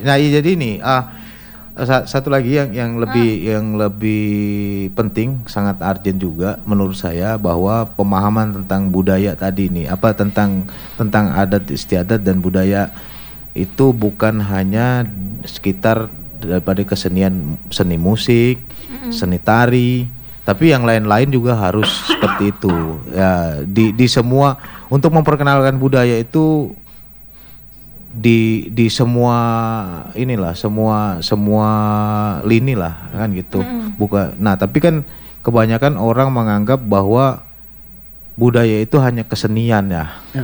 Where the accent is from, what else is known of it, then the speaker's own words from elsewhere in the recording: Sarawak, Malaysia; Saya anak Borneo.